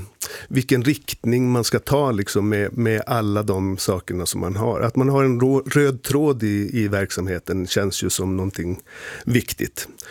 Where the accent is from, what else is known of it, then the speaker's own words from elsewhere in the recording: Kalix, Norrbotten County, Sweden; moved away; Jag kommer ju norrifrån. Jag kommer från Norrbotten själv, från Kalix.